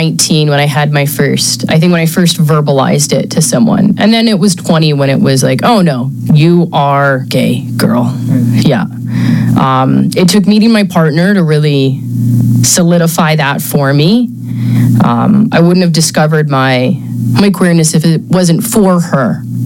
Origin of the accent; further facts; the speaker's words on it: Saskatoon, Saskatchewan, Canada; I grew up in the prairies in Saskatoon. So I grew up a city girl, middle class